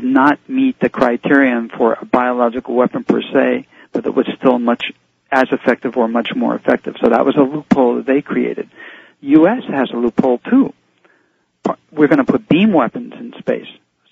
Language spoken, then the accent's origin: English; United States; I'm an American.